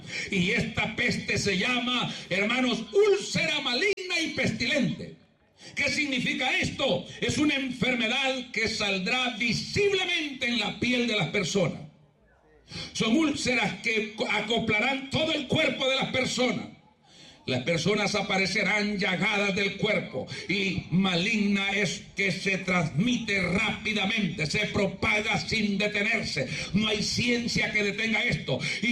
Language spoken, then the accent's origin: Spanish; El Salvador; como vamos a decir en buen salvadoreño, ¿con qué agallas?